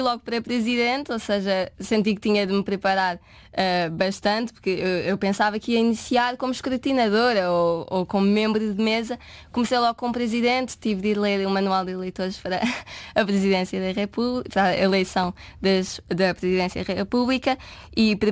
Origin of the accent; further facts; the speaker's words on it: Lisbon, Portugal; Sou de Lisboa, exatamente.